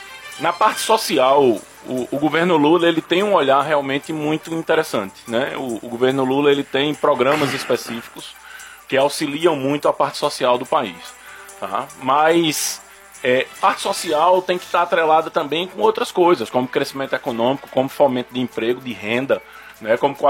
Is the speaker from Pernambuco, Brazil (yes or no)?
yes; Caruaru, Pernambuco, Brazil; Mas Caruaru é minha terra, eu cresci aqui, e é por ela que eu vou continuar lutando